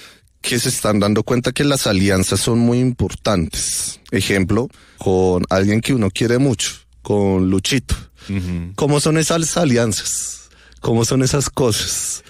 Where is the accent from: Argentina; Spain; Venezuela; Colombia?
Colombia; la que me estoy comiendo en mi país, que hablo el idioma, que al menos conozco los barrios